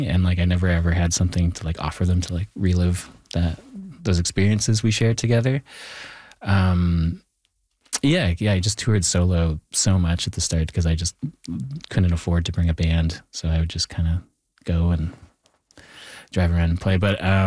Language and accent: English; Thunder Bay, Ontario, Canada; growing up in Thunder Bay, where like, you know, it. There is like, you know, a lot of tensions between the Indigenous and non-Indigenous communities up there.